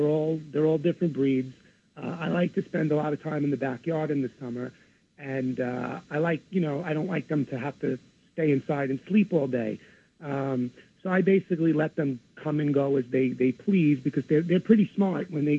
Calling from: New York, United States; from Staten Island.

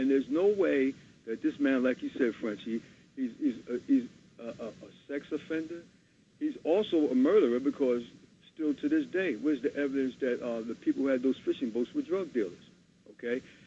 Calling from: Newark, New Jersey, United States; Flying in from Newark, New Jersey.

